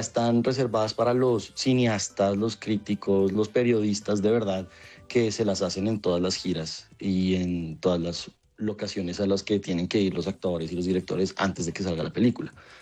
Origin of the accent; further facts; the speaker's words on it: Colombia; hola, soy de Colombia, esto es lo que traigo, este es el lugar de donde vengo, así somos.